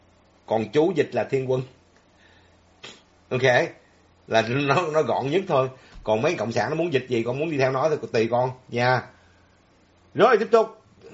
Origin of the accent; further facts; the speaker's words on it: Southern Vietnam, Vietnam; Tôi là người gốc Bắc. Nhưng mà tôi sinh trưởng lớn lên ở miền Nam thì tôi dùng chữ miền Nam thôi.